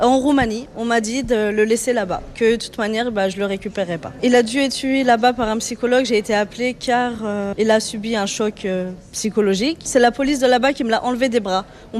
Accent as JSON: {"language": "French", "country": "France", "said": "L'enfant est français, je suis française."}